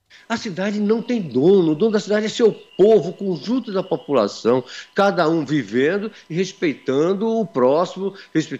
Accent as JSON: {"language": "Portuguese", "country": "Brazil", "said": "todos nós somos brasileiros"}